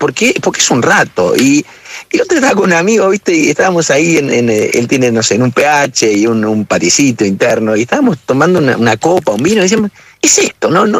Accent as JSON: {"language": "Spanish", "town": "Rafaela", "region": "Santa Fe", "country": "Argentina", "also_born_or_lived": "La Plata", "said": "Yo soy de Rafaela, digo, ¿viste? Aun cuando no haya nacido en Rafaela. Pero es un poco el pago chico mío."}